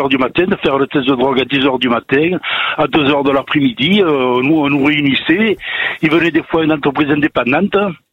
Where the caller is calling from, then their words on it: Auvergne-Rhône-Alpes, France; Bonjour, je suis à Savoie, dans la Maurienne.